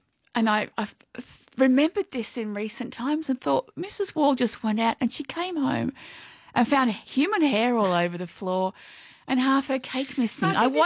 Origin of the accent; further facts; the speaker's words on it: New South Wales, Australia; I grew up in the Central West, and there was a house a couple of doors up the hill